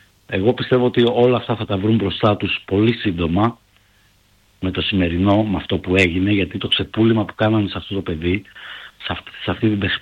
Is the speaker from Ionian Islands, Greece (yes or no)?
no; Thessaloniki, Central Macedonia, Greece; moved away as an adult; now in Athens, Greece; Είμαι ΠΑΟΚ, είμαι Θεσσαλονικιός, ζω στην Αθήνα από το 2015 και είμαι νεαπολίτης.